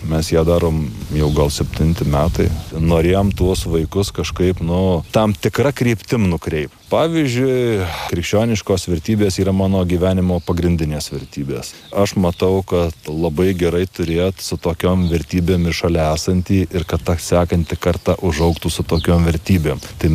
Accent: Dzūkija, Lithuania; Juokauju, kad čia gyvena priedzūkiai, nes aš esu dzūkas, o kas prie manęs gyvena, tai jie yra prie manęs, tai priedzūkiai.

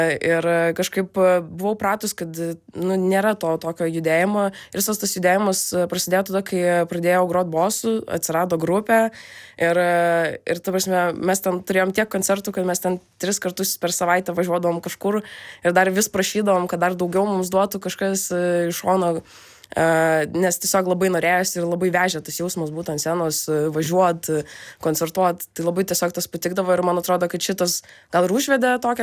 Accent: Gargždai, Klaipėda County, Lithuania; moved away; Gargžduose. Aš esu iš Gargždų, iš miestelio prie Klaipėdos. Ir labai džiuguosi iš tikrųjų, kad tenais gimiau. Labai myliu tą miestą ir mano tėvai vis dar ten gyvena.

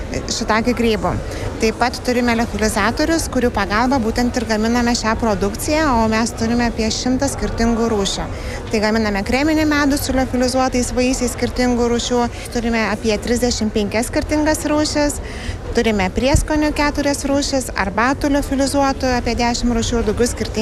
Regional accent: Karčiamai, Šiauliai County, Lithuania; Tai esame … ūkis, tai esame iš Radviliškio rajono Karčiamų kaimo.

